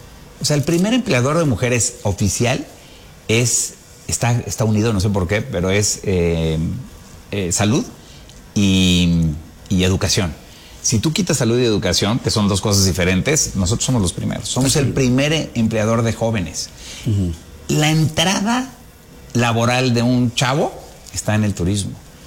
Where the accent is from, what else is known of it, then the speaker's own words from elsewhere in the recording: Mexico; tú y yo, que somos mexicanos